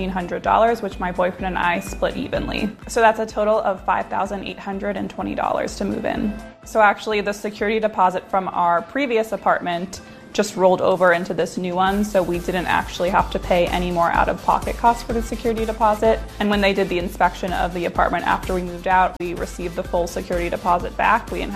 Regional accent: New Jersey, United States; So we decided to stay in Jersey City. And also, I'm from New Jersey originally, so it's nice for me to be close to home as well.

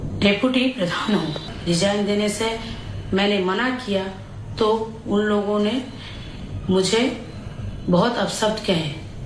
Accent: West Bengal, India; और ये मैं पश्चिम बंगाल में की रहने वाली हूँ।

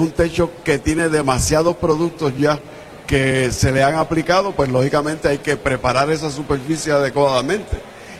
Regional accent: Puerto Rico; Un producto de calidad, y estamos fabricando aquí en Puerto Rico, somos puertorriqueños.

